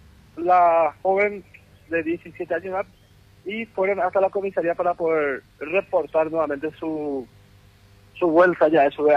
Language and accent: Spanish; Venezuela; somos sí, venezolanos